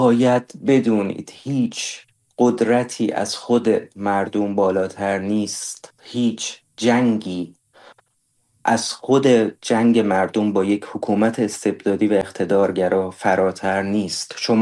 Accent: Iran; moved away; من به عنوان یک جوان ایرانی

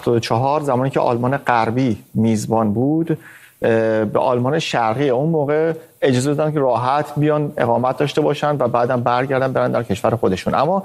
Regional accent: Iran; همه ما ایرانی هستیم

